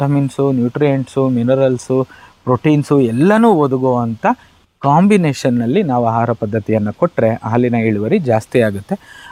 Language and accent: Kannada; Mysore, Karnataka, India; ಅಂದರೆ ನನ್ನ ಊರು ಈಗ ಮೈಸೂರಲ್ಲಿದೆ, ಮೈಸೂರು ಸುತ್ತಮುತ್ತ ಇರೋವಂಥ ಏನು ಹಸುಗಳಿದೆ